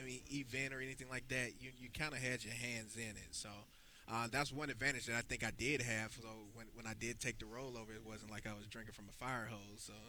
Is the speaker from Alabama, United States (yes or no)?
yes; Montgomery, Alabama, United States; No, I'm actually from Montgomery.